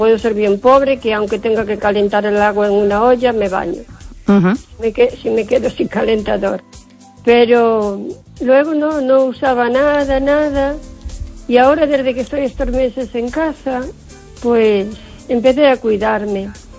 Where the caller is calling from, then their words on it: O Carballiño, Galicia, Spain; de Carballiño.